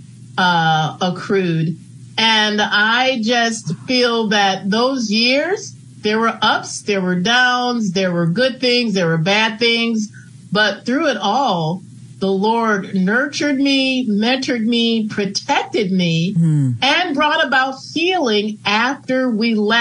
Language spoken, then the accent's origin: English; Maple Park, Illinois, United States; This is the girlfriend I had growing up in Maple Park.